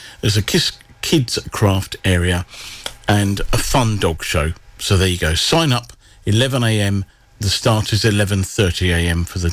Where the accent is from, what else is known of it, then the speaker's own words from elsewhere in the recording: Kent, South East England, United Kingdom; moved away; Although I've lived up here an awful long time, coming up for 30 years, I originally am from Kent. I guess no great surprise in my accent.